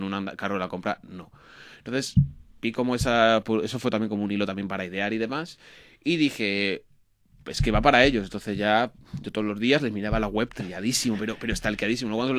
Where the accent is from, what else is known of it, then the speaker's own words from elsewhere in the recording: Fuenlabrada, Community of Madrid, Spain; soy de aquí de Fuenla.